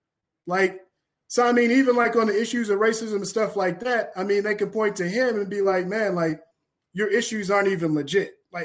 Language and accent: English; Kentucky, United States; I'm from Kentucky. I organize.